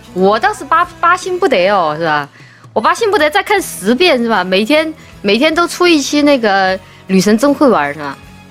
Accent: Sichuan, China

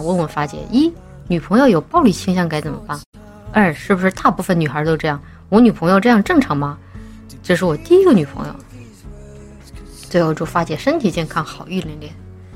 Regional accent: Chongqing, China; 在我的老家重庆

